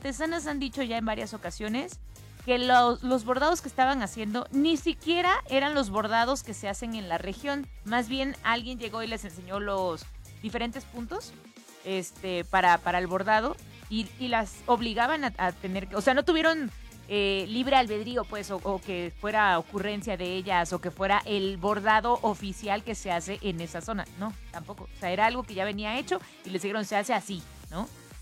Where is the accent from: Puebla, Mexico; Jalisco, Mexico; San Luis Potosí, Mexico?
Puebla, Mexico